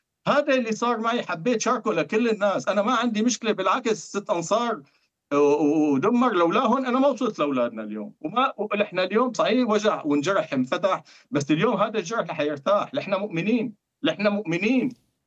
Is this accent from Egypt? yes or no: no; Syria; أنا هيك عن أفترض كسوري